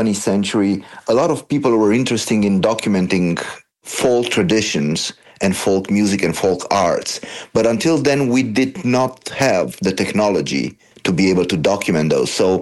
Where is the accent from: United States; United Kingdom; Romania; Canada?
Romania; Transylvania; moved away; I grew up in Transylvania